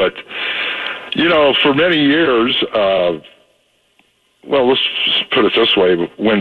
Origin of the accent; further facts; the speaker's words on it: San Francisco, California, United States; born there; now in Washington, United States; we went up to a hill out of San Francisco where I was living there, my mom and dad